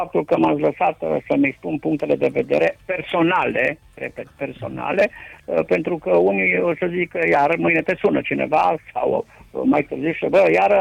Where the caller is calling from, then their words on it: Romania; a nega faptul că sunt român